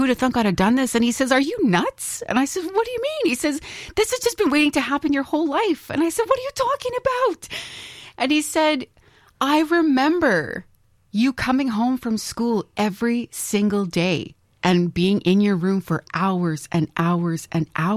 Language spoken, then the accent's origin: English; Winnipeg, Manitoba, Canada; And I grew up, born and raised in Winnipeg, which is Treaty 1 territory.